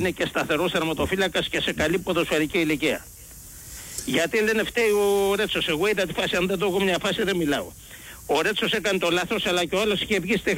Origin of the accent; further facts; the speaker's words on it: Piraeus, Attica, Greece; από Πειραιά, με θυμάσαι.